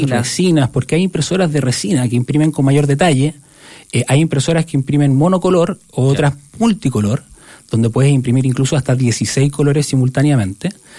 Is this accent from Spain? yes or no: no; Chile; vengo de Chile